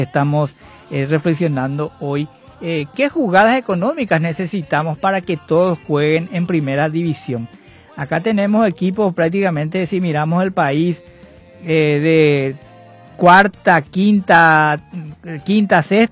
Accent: Paraguay

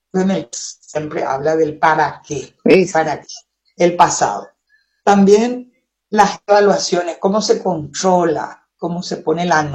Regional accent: Chaco, Paraguay; born there; first language Guarani; Spanish is a second language; yo, mi lengua materna, o sea, yo cuando nací aprendí a hablar en guaraní, porque yo

